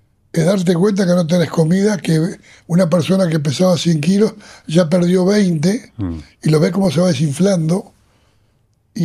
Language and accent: Spanish; Uruguay; yo soy uruguayo.